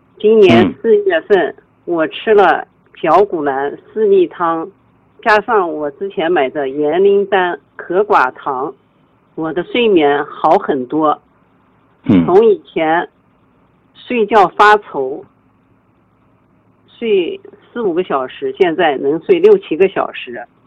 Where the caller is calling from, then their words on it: Taiyuan, Shanxi, China; 我是来自山西省太原市人，今年61岁， … ，1965年农历3月初6晚